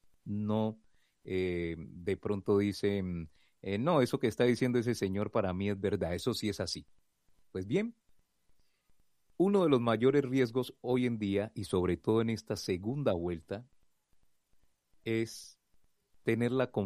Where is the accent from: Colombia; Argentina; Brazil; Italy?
Colombia; nosotros, como colombianos